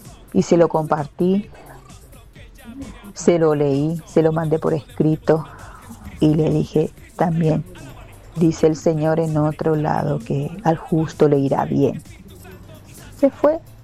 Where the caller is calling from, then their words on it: Itauguá, Central, Paraguay; de Itagua.